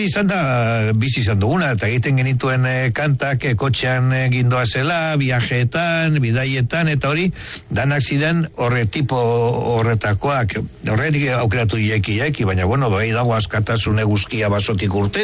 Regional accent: Llodio, Basque Country, Spain; lantegia horregaitik ni Laudiokoa naiz, beraiek bizkaitarrak, bilbotarrak dira danak, hobeto begoñakoak ziren.

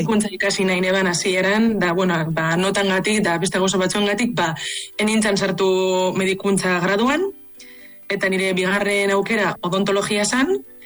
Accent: Bilbao, Basque Country, Spain; born there; eta Bilbon jaio nintzen, 1984 urtean.

